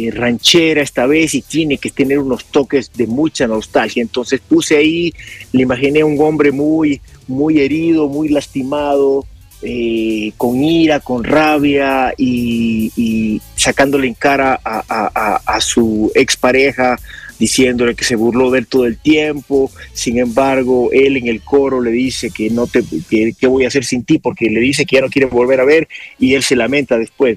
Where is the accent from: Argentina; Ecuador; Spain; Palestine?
Ecuador; Santa Elena; moved away as an adult; also born or lived in United States; now in Cuenca, Ecuador; crecí en la península de Santa Elena, que hoy es provincia. Fue eso en los 70s, 80s, ahí fue donde que escuchaba la radio ahí romántica, pero yo crecí también con cultura americana.